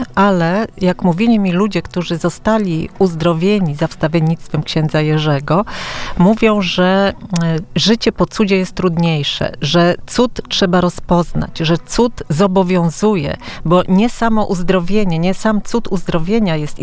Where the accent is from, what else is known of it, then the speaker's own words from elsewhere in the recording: Warsaw, Masovian Voivodeship, Poland; z racji, że jestem warszawianką od urodzenia, jestem związana